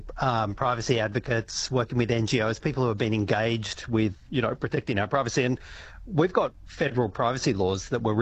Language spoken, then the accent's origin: English; New South Wales, Australia; You know, there are prohibitions in my home state of New South Wales, for example, about covert surveillance at work.